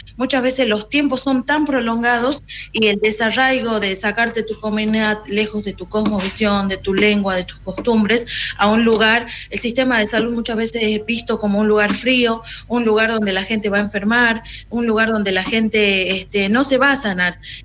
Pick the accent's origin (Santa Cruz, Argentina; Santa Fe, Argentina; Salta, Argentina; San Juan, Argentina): Salta, Argentina; Santa Victoria Este; moved away as an adult; Bueno, yo soy de la localidad de Santa Victoria Este